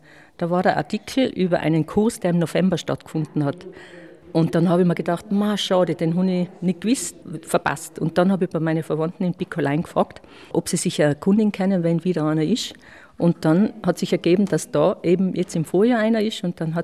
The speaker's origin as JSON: {"language": "German", "town": "Hall in Tirol", "region": "Tyrol", "country": "Austria", "said": "Also ich bin … aus Hall in Tirol."}